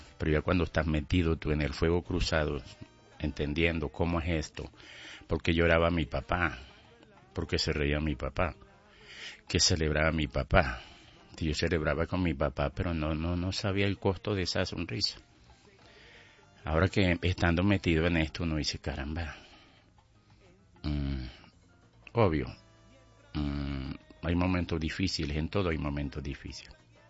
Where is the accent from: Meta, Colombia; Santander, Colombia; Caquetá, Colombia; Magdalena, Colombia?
Santander, Colombia; Barrancabermeja; moved away; Yo soy de Barranca Bermeja, la sucursal del cielo.